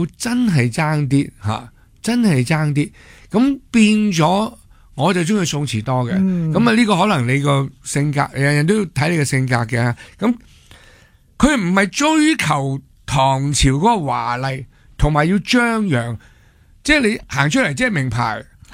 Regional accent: Hong Kong; 我哋香港人就系、有时我啦，以前后生好中意 city life 嘅。

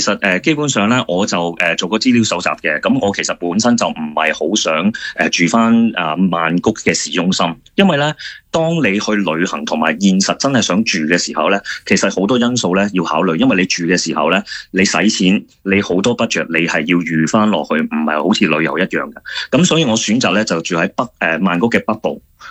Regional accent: Hong Kong; now in Thailand

